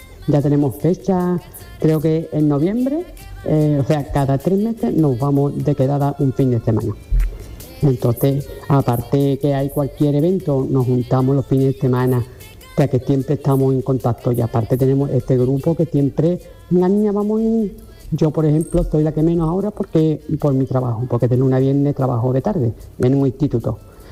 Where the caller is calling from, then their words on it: Ronda, Andalusia, Spain; de Ronda. Me encanta escucharos.